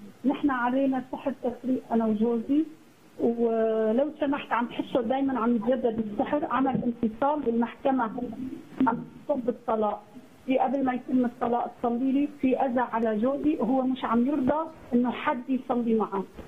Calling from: Germany; بتكلم من المانيا.

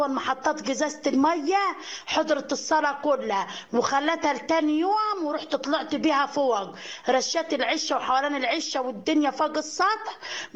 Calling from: Mir, Asyut Governorate, Egypt; انا يعني من الصعيد من مير من عند الدير كده دار المحر.

